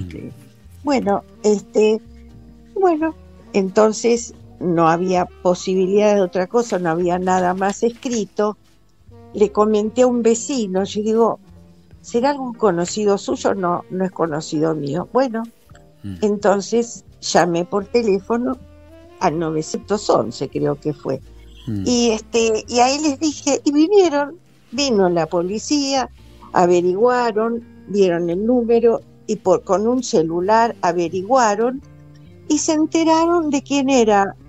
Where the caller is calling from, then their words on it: Buenos Aires, Argentina; de Coulan.